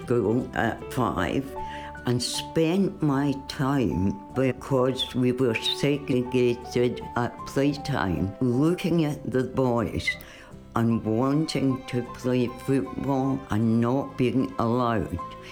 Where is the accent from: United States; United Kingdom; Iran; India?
United Kingdom; Coatbridge, Scotland; I'm the oldest member of the Tartan Army. I was born in Coatbridge in 1932 and lived opposite a park